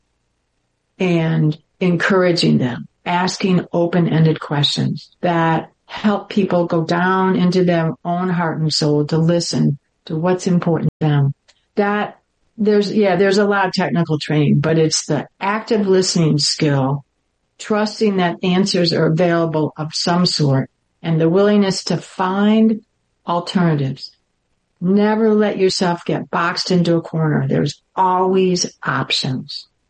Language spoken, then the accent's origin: English; Midwest, United States; I'm a Midwesterner